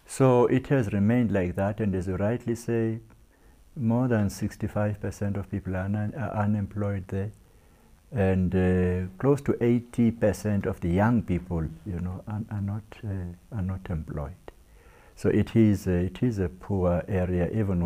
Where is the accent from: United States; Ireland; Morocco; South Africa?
South Africa; Mthatha, Eastern Cape; When I say I'm from Tata, Eastern Cape, I always say where Nelson Mandela is born and buried.